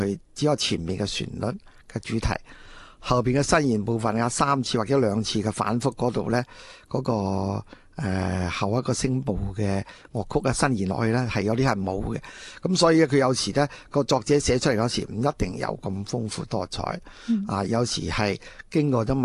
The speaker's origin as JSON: {"language": "Cantonese", "region": "Lingnan", "country": "China", "said": "咁、我估计广东音乐都应该有呢种我哋岭南人嘅特性喺度。"}